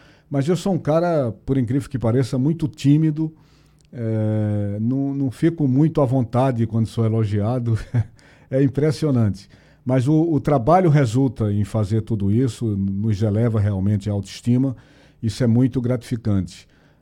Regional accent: Belo Jardim, Pernambuco, Brazil; moved away; Ele faleceu ontem na minha querida Belo Jardim, minha terra natal.

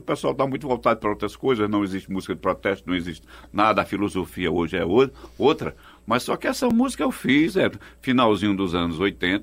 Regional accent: Caruaru, Pernambuco, Brazil; eu sou daqui de Caruaru

